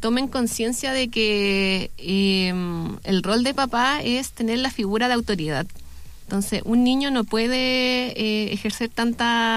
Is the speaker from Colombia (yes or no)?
no; Chile